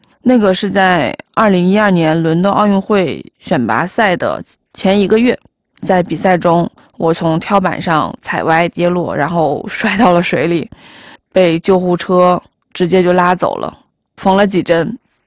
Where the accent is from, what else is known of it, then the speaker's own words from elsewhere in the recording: Tianjin, China; 其实我从小就在天津长大